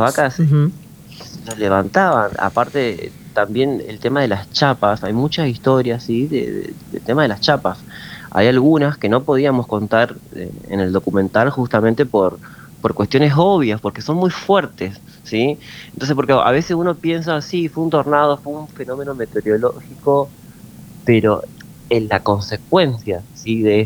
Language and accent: Spanish; Calchaquí, Santa Fe, Argentina; born there; yo fui nacido en Calchaquí, a 100 kilómetros de San Justo.